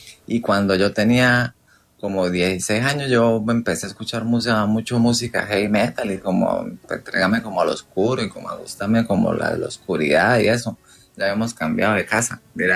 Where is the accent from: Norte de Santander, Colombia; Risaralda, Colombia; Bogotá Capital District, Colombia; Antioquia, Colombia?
Norte de Santander, Colombia; Cúcuta; also born or lived in Villa Rosario; nosotros nos vinimos de Cúcuta por un mal negocio que mi papá hizo a Villa Rosario